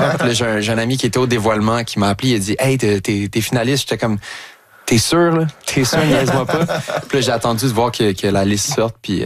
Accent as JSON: {"language": "French", "town": "Longueuil", "region": "Quebec", "country": "Canada", "tie": "born or raised there", "said": "En fait, moi j'ai grandi dans le Vieux-Longueuil, puis lui aussi habitait là."}